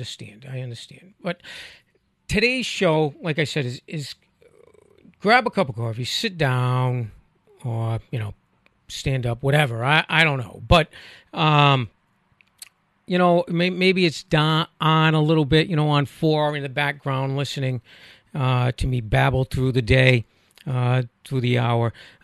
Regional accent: Rhode Island, United States; accent: Rhode Island; So I try my hardest to not project my Rhode Island accent, I guess.

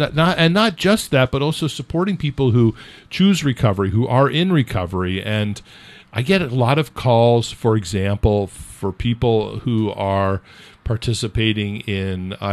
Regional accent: California, United States; now in New Hampshire, United States; I grew up in California, though.

